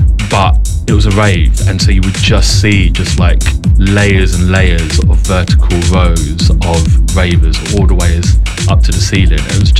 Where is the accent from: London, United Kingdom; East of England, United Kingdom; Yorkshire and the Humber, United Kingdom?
London, United Kingdom; You know, I was born and raised in London, you know, the music I was listening to was very London centric